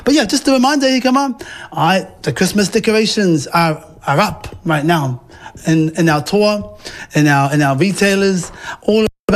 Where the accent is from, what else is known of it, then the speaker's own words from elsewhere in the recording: Wellington, New Zealand; and yes, I am from the Miramaki Burney area.